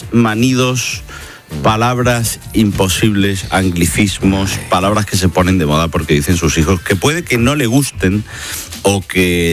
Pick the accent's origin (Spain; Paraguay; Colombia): Spain; Basque Country; Como vasco que soy, como ha dicho Navarro, agradezco a los compañeros de ITV la sinceridad.